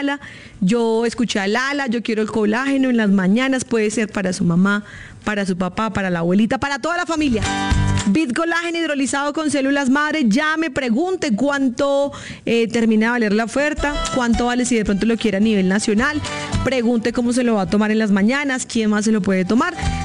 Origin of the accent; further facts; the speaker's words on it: Boyacá, Colombia; now in Bogotá, Colombia; Si usted de pronto está en mi tierra, en Boyacá, o usted está en Casanare, o usted está en Yopal, o usted está en la costa atlántica, hasta allá llega el producto.